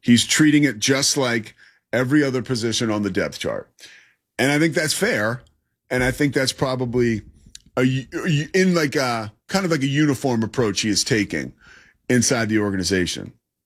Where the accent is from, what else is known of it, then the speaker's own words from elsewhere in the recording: Philadelphia, Pennsylvania, United States; But I am from Philadelphia, and I love my boy Rich Gannon. Fellow Philly guy.